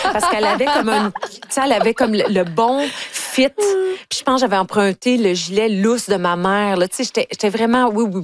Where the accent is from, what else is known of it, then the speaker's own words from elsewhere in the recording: Ontario, Canada; parce que moi, je viens de l'Ontario.